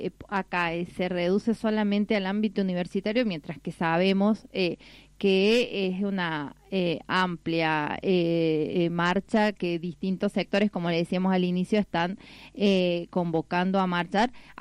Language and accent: Spanish; San Luis, Argentina; es muy común en estos pagos puntanos escuchar eso.